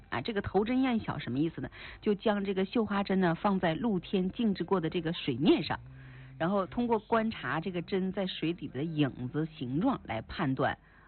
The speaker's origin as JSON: {"language": "Chinese", "country": "China", "said": "咱们中国人"}